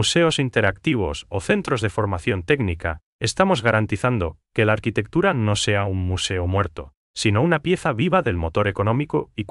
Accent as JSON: {"language": "Spanish", "country": "Paraguay", "said": "esa esencia que nos define como paraguayos."}